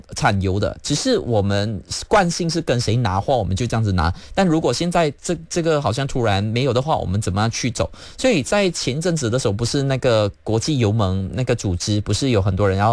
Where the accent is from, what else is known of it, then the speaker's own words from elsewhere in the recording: Malaysia; 所以我常讲，我们马来西亚人真的相对幸福